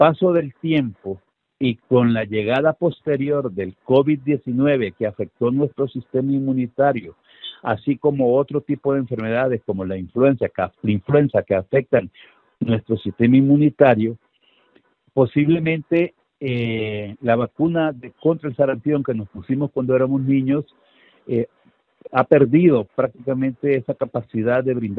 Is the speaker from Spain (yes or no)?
no; Honduras; nosotros no tenemos que ser reacios como hondureños